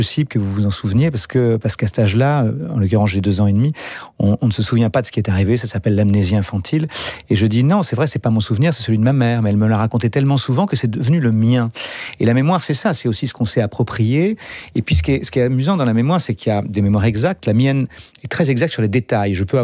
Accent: France; J'ai 11 ans quand … meurt. Et tout d'un coup, tout s'est arrêté chez nous en France.

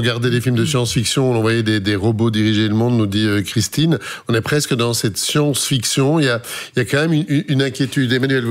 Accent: Brussels, Belgium; ça s'entend que je viens de Bruxelles

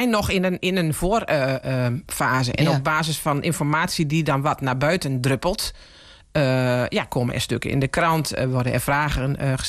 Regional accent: Gelderland, Netherlands; moved away; Ten meer ook omdat ik hier van oorsprong niet vandaan kom. Ik kom van oorsprong uit de Achterhoek.

